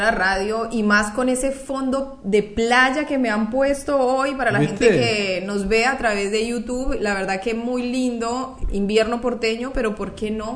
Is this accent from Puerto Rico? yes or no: no; Colombia; now in Argentina; Yo soy de un pueblito del altiplano cundiboyacense. Se le dice cundiboyacense porque pertenece a dos territorios, a dos provincias, como dirían en Argentina, a Cundinamarca y Boyacá.